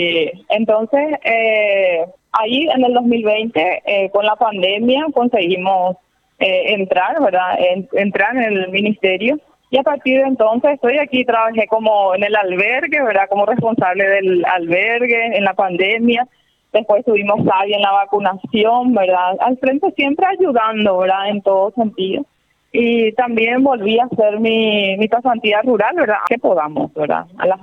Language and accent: Spanish; Paraguay; es mi país y yo siempre estudié enfocada en querer venir a servir a mi pueblo, a mi patria que es Paraguay, ¿verdad?